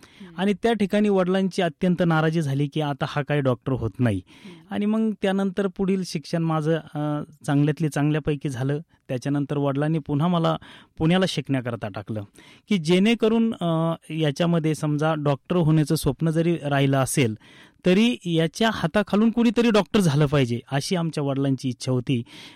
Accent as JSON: {"language": "Marathi", "town": "Shiregaon", "region": "Maharashtra", "country": "India", "tie": "born or raised there", "said": "मी एका शेतकऱ्याचा मुलगा आहे. माझं बालपण शिरेगाव तालुका नेवासा जिल्हा अहिल्यानगर हे एका छोट्याशा खेड्यागावात गेलेलं आहे."}